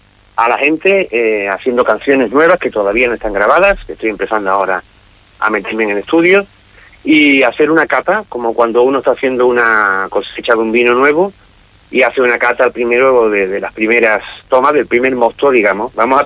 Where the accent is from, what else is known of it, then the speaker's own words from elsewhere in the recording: Huelva, Andalusia, Spain; toda la gente de Huelva que tanto quiero, que es mi tierra